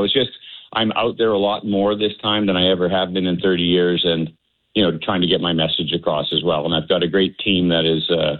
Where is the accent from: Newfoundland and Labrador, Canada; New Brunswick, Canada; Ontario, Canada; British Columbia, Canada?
British Columbia, Canada; Langford; I was born in Langford, raised in Langford, raised my family here. My parents and grandparents were here before.